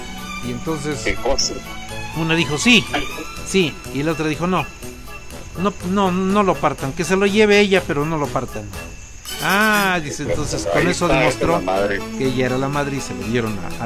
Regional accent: Mexico; Yo soy mexicano

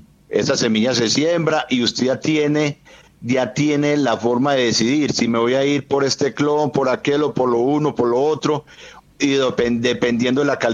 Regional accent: Amagá, Antioquia, Colombia; now in Maceo, Colombia; yo vengo de Amagá, un municipio cafetero

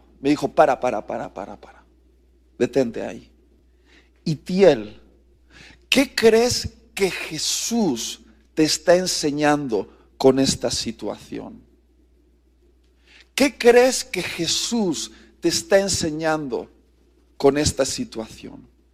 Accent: Spain

